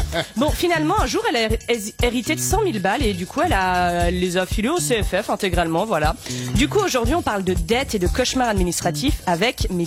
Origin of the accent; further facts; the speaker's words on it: Switzerland; on est suisse